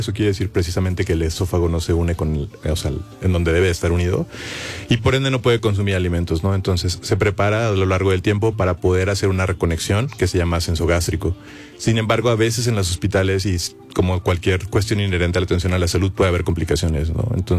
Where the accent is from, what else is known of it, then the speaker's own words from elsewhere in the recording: Guadalajara, Jalisco, Mexico; De Guadalajara y de otros lados también hay.